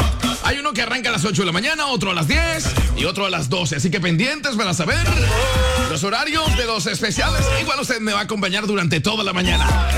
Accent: Caribbean Region, Colombia

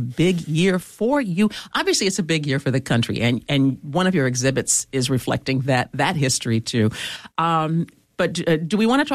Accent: United States; as an American Jew, we are what we used to call that melting pot.

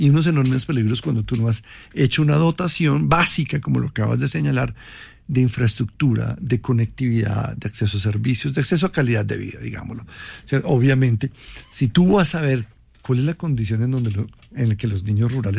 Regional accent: Colombia; nosotros como colombianos

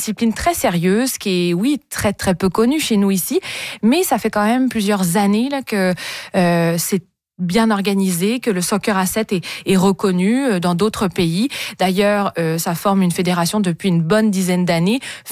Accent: Quebec, Canada; En tout cas, c'est pas super, super connu chez nous au Québec.

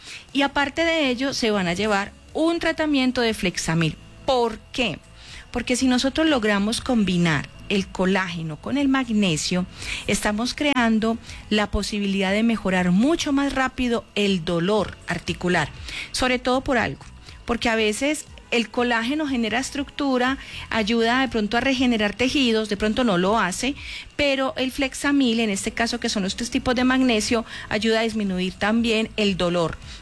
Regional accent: Colombia; Hágale, pues es que somos colombianos y vamos a vibrar con el fútbol.

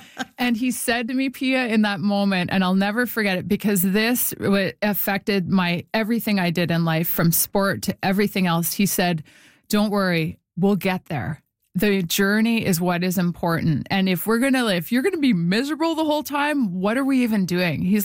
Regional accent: Winnipeg, Manitoba, Canada; It was community sport growing up in Winnipeg, playing ringette, playing soccer, playing all the games that my friend played.

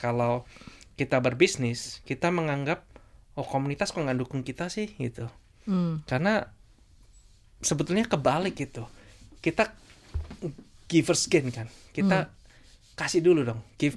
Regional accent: Indonesia; now in Brisbane, Australia; kita orangnya itu, orang Indonesia ini tahu terima kasih

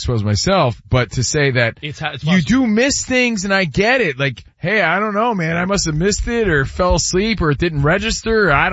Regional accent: New York, United States; I grew up on Long Island.

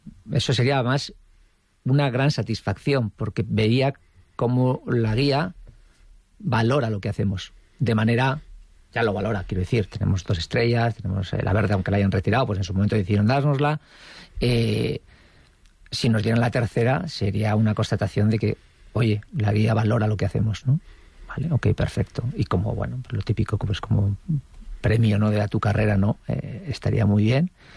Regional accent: Basque Country, Spain; moved away as an adult; me paso con el coche por la casa donde, pues donde yo nací, no nací en la casa, entiéndeme, pero donde viví toda mi infancia, hasta que me marché de casa, que está en un barrio obrero, en Zaramaga

